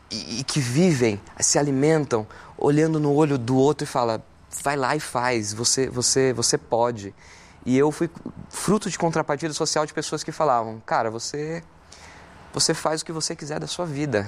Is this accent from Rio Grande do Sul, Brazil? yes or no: no; São Paulo, Brazil; Sou do Campo Limpo, Santo Amaro.